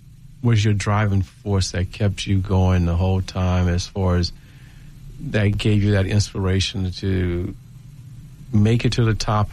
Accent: Baton Rouge, Louisiana, United States; I grew up in Baton Rouge, and I went to Southern, took classes at LSU also.

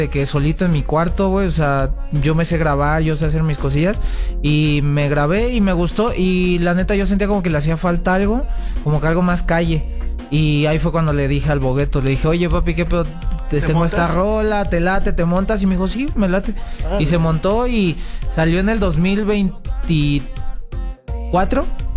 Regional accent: Tlalnepantla, State of Mexico, Mexico; O sea, yo ya casi no estoy en Tlanepantla, pero yo nací en Tlanepantla y yo represento esa.

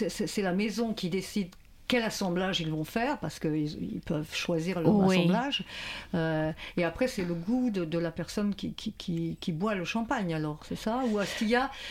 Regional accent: France; en tant que Française

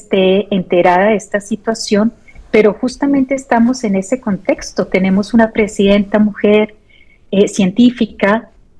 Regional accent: Colombia; now in Mexico; Yo soy colombiana, entonces tengo una experiencia en Colombia y en México

